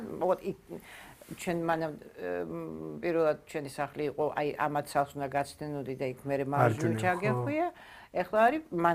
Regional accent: Tbilisi, Georgia; იმიტომ რომ ვაკეში დავიბადე. იქვე საბავშვო ბაღში იქვე დავდიოდი, სკოლაში იქვე დავდიოდი.

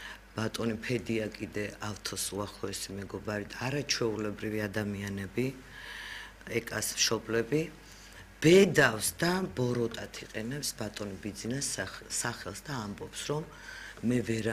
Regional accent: Samtredia, Imereti, Georgia; born or raised there

